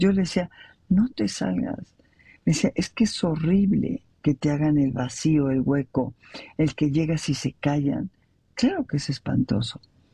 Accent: Mexico; Nos dividieron como mexicanos

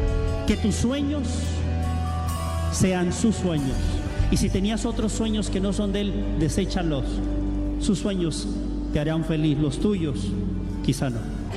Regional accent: Tijuana, Baja California, Mexico; now in United States; la vecindad donde crecí en Tijuana

